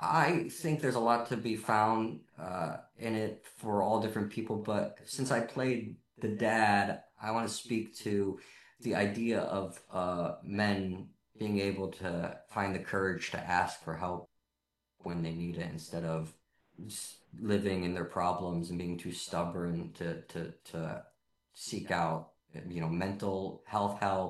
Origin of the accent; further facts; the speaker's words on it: Cleveland, Ohio, United States; In fact, it's a world that I came from. I grew up in the Rust Belt